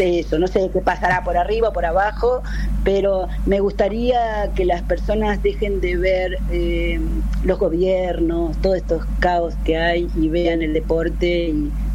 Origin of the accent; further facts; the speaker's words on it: Ensenada, Buenos Aires Province, Argentina; Miren, ahí en Ensenada, de donde yo soy, está la Asociación Caboverdiana de Socorros Mutuos